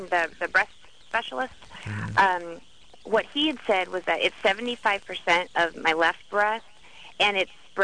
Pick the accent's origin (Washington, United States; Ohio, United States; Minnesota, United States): Washington, United States; Seattle; I grew up in Seattle, but my cousins live in Colorado, so we visited.